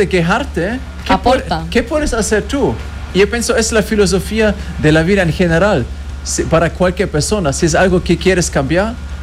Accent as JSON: {"language": "Spanish", "country": "Germany", "second_language": "Spanish", "moved": "yes", "lives_now": "Colombia", "said": "Yo soy alemán, pero estoy acá también."}